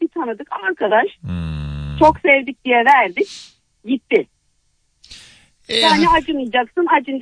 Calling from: Belgium; Normalde biz Belçika'da oturuyoruz.

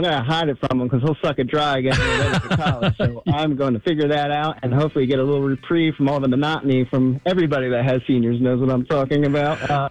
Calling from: Deptford, New Jersey, United States; I am from Deptford, New Jersey, and you're getting me in Morristown right now.

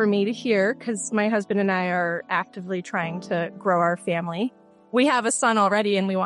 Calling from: Vermont, United States; I'm calling from Vermont

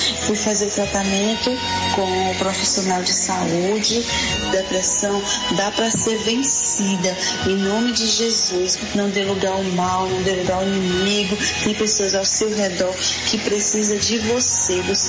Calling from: Fortaleza, Ceará, Brazil; sou aqui de Fortaleza, Ceará.

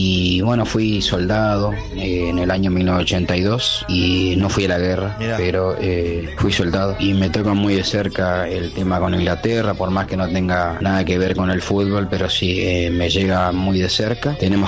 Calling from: Villa Elisa, Entre Ríos, Argentina; de Villa Elisa, Entre Ríos.

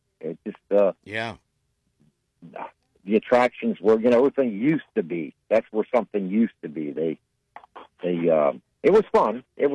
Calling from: Ohio, United States; I'm from Ohio. The family was from Pennsylvania.

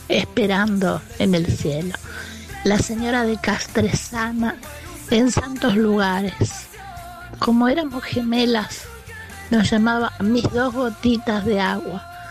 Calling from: Buenos Aires, Argentina; de Villa del Parque.

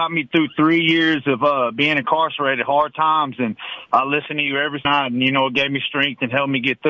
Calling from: Wichita Falls, Texas, United States; I'm calling from Wichita Falls, Texas.

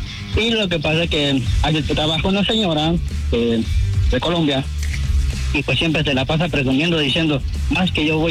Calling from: Salt Lake City, Utah, United States; Hablo de acá de Salt Lake City, Utah.

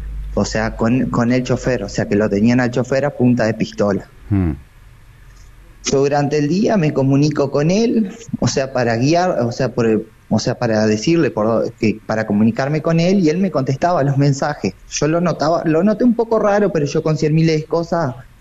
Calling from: Hernández, Entre Ríos, Argentina; Yo me encuentro en Hernández, donde vivo.

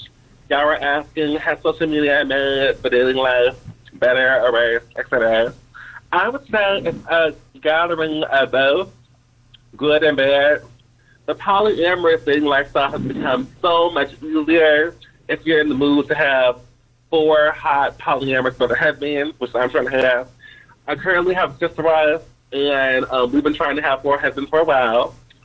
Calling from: Kent, Ohio, United States; I'm calling you from Kent, Ohio. However, my heart is in Portland, Oregon.

